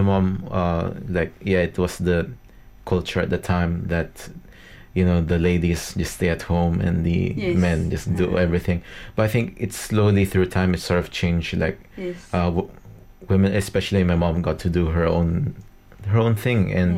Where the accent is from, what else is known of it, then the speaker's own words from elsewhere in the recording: Manila, Metro Manila, Philippines; now in Tasmania, Australia; I'm originally from the capital of the Philippines, Manila